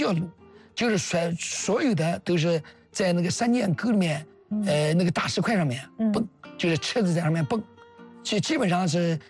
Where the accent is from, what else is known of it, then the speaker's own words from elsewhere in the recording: Anhui, China; 当时山南的那个军红军司令是我们安徽人